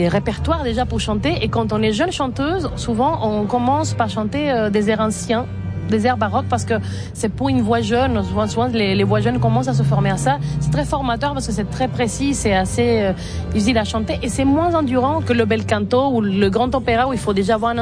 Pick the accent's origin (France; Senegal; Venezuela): Venezuela; Caracas, Capital District; moved away as an adult